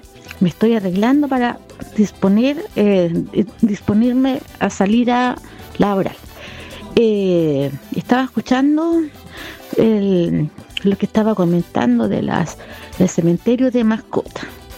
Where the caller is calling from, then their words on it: Coronel, Biobío, Chile; matinal de Radio Impacto acá en Coronel, en la comuna de Coronel, Chile.